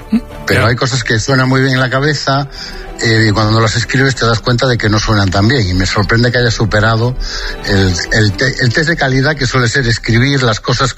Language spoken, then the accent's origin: Spanish; Lugo, Galicia, Spain